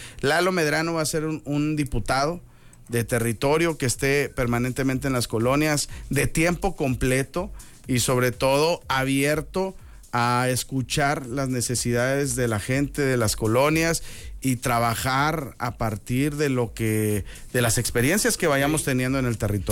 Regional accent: Saltillo, Coahuila, Mexico; toda mi preparación académica ha sido en escuela pública. En Saltillo tenemos muy buenas escuelas públicas. Estuve en la primaria en la Anexa, la Normal, en la secundaria en la Margarita Maza de Juárez

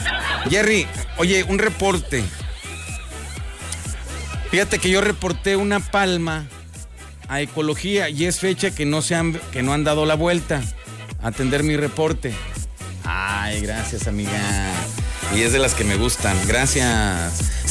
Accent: Mexico; soy más mexicano que...

